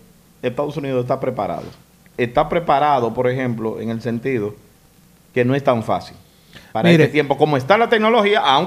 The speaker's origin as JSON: {"language": "Spanish", "country": "Dominican Republic", "lives_now": "United States", "said": "No, porque yo soy dominicano, no venga acá."}